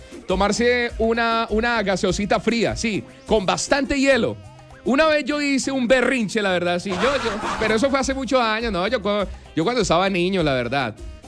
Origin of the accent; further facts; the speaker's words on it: Colombia; uno como buen colombiano